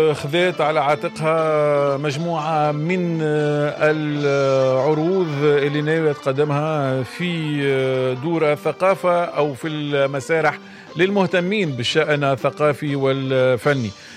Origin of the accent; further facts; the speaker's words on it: Tunisia; معناها ما احنا تونسي ما هو كي يبدأ من فلقة أش ما جاي يضحكوا